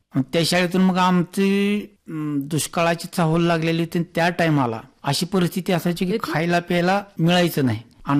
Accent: Varvante, Maharashtra, India; माझं बालपण आणि माझं शिक्षण पहिली ते चौथी ही जिल्हा परिषद शाळा वरवंटे या ठिकाणी झालं.

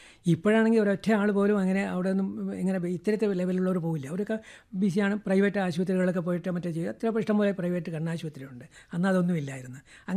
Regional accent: Kerala, India; ഞാൻ ജനിച്ചതും വളർന്നതും പിന്നെ അതിനുശേഷം ജോലി ചെയ്തതും ഇപ്പോൾ പെൻഷൻ വാങ്ങുന്നതും എല്ലതും ഫുൾ കേരള സ്റ്റേറ്റിൽ തന്നെയാണ്.

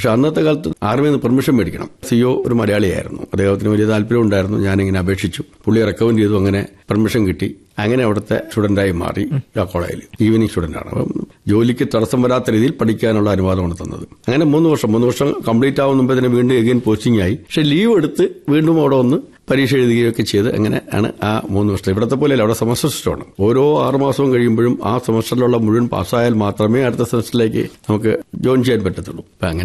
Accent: Thiruvananthapuram, Kerala, India; ഞാൻ തിരുവനന്തപുരത്താണ് ജനിച്ചത്.

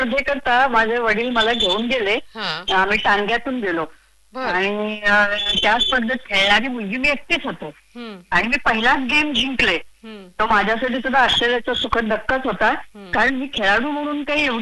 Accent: Sangli, Maharashtra, India; मी मुळची सांगलीची बर का

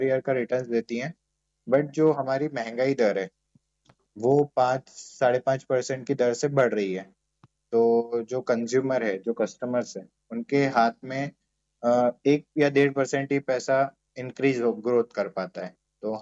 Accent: Khandwa, Madhya Pradesh, India; Khandwa basically मेरा home town भी है

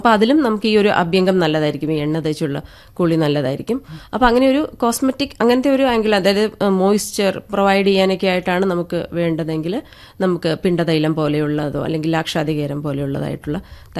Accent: Kerala, India

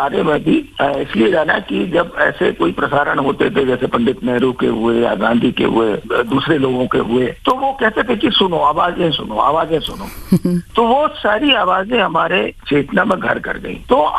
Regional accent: tribal area of Chhindwara district, Madhya Pradesh, India; मैं छिंदवाड़ा जिले के आदिवासी इलाके से आता हूँ और वहाँ पर कोयला की बहुत सारी खदानें खुली हुई थी।

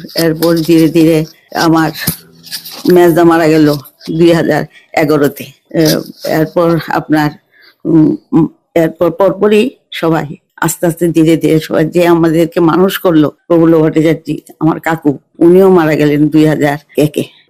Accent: Agartala, Tripura, India; আমার আগরতলা কৃষ্ণনগরী বড় হয়েছি, এখানে সবকিছু বিজয়কুমার স্কুলে পড়াশোনা করেছি 1 থেকে একদম ক্লাস 12 পর্যন্ত।

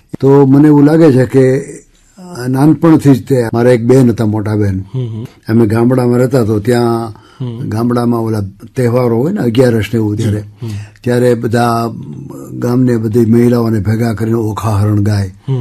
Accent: Chital, Gujarat, India; born there; મારો જન્મ ચિત્તલમાં થયો, અમરેલી જિલ્લાના ચિત્તલમાં.

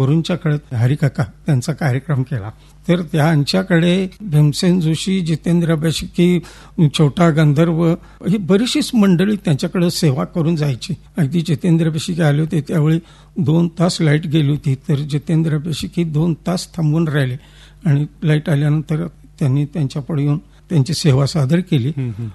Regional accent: Kadgaon, Maharashtra, India; माझं मूळ गाव कडगाव, तालुका गडहिंग्लज, जिल्हा कोल्हापूर. मी 63 साली ओगलेवाडीला आलो.

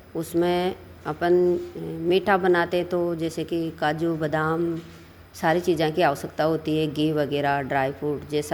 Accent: Asnawar, Rajasthan, India; मैं असनावर की रहने वाली हूँ, जिला झालावाड़ की।

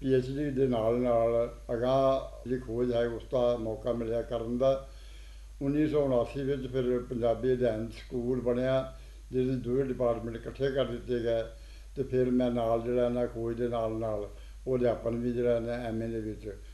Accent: Punjab, India; ਮੇਰਾ ਜਨਮ ਅੰਮ੍ਰਿਤਸਰ ਸ਼ਹਿਰ ਦੇ ਲਾਗੇ ਇੱਕ ਪਿੰਡ ਹੈ ਕਾਲੇ ਘਣਪੁਰ, ਉੱਥੇ ਹੋਇਆ।

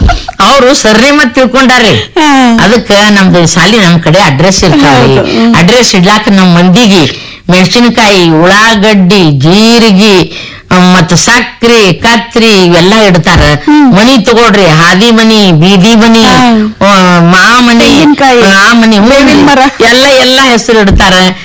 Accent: Sindagi, Karnataka, India; ನಮ್ಮ ಸಿಂದಗಿ, ನಮ್ಮ ವಿಜಯಪುರ ಜಿಲ್ಲೆ ಸಿಂದಗಿಯವ್ರು ನಾವು.

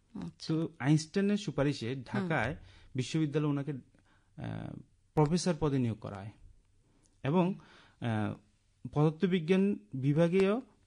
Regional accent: India; এটা কিন্তু আমাদের জন্য বা আমরা ভারতীয় হিসাবে বিশাল গৌরবের বিষয়।

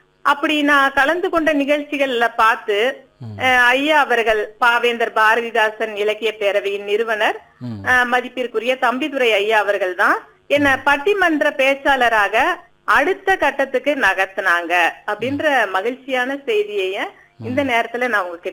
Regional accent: Salem district, Tamil Nadu, India; moved away as an adult; now in Pollachi, India; என்னோட சொந்த ஊர் சேலம் மாவட்டம், ஆத்தூர் பக்கத்துல இருக்கக்கூடிய ஒரு சிறிய கிராமம். அங்க எனக்கு அதுக்கான வாய்ப்பு எதுவுமே கிடைக்கல. ஆனா நான் கோவை மாவட்டம் பொள்ளாச்சிக்கு இடம்பெயர்ந்த பின்னாடி

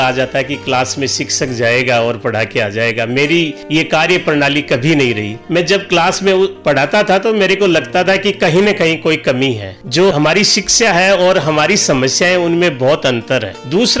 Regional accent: Sikar district, Rajasthan, India

